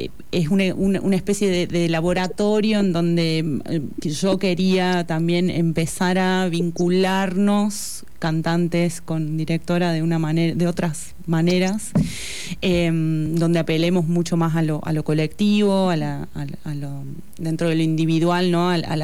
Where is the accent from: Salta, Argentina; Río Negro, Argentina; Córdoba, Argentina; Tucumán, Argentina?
Córdoba, Argentina; moved away as an adult; Ambas somos cordobesas con Sole y egresadas de la misma escuela, los Niños Cantores de Córdoba.